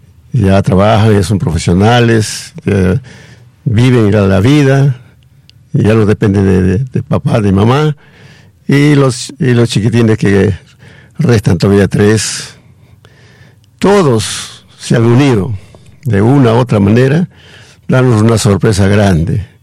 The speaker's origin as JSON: {"language": "Spanish", "town": "Umbe", "region": "Ancash", "country": "Peru", "moved": "yes", "lives_now": "Lima, Peru", "said": "Yo soy de Umbe. ¿Dónde queda Umbe? Recién en la provincia de Sihuas."}